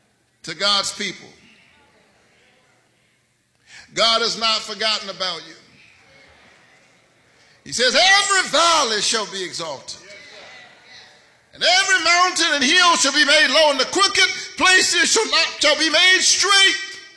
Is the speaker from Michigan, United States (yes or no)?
no; Georgia, United States; born there; When I was born in Georgia, Georgia was represented by two outstanding United States senators.